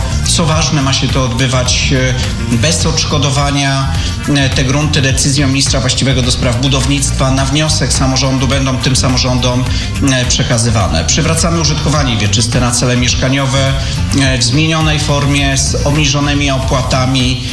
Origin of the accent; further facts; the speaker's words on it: Greater Poland Voivodeship, Poland; Jako Wielkopolanin chciałbym, żeby wielkopolskie samorządy z tej wiedzy korzystały.